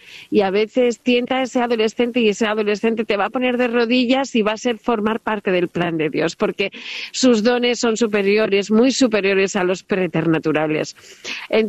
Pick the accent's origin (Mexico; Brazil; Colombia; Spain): Spain; decimos aquí en España